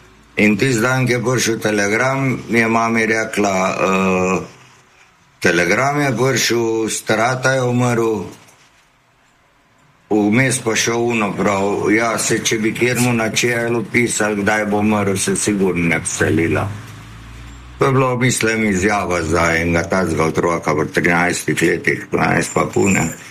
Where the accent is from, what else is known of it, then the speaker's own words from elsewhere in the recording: Zagorje ob Savi, Central Sava, Slovenia; also born or lived in Trbovlje; Ja, rodil sem se v bistvu v Trbovljih v bolnici, da ga živel pa v Zagorju, v Savi.